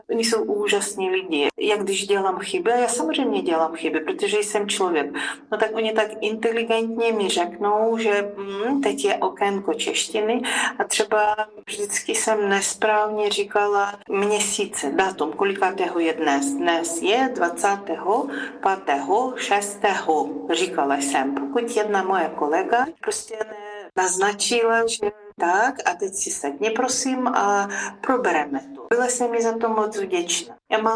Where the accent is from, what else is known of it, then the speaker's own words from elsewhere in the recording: Ukraine; Czech is a second language; now in Czech Republic; My v ukrajinštině taky máme pády